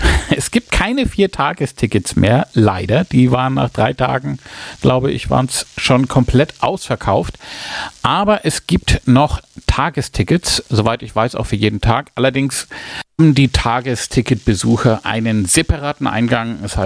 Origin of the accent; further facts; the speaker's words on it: Erlangen, Bavaria, Germany; als Franke, als Erlanger